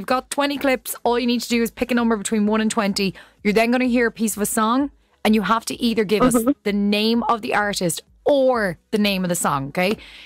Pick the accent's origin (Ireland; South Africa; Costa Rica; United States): Ireland; Munster; now in Waterford, Ireland; favourite thing about being Irish is, you know, you're like, I'm in Waterford, but I'm from Tip.